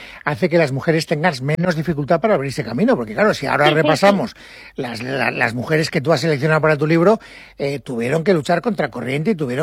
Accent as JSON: {"language": "Spanish", "region": "Valencian Community", "country": "Spain"}